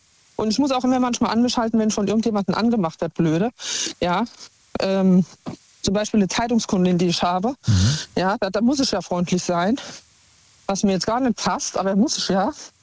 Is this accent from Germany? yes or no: yes; Offenbach, Hesse, Germany; born there; now in Obertshausen, Germany; ich bin ja hier geboren in Offenbach, wohne seit, bin 2 Jahren nach Obertshausen gezogen.